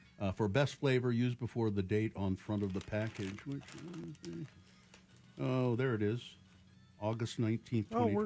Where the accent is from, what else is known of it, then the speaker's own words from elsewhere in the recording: Utah, United States; moved away; People here ask me where I am from because of my accent, and they always seem surprised when I say Utah.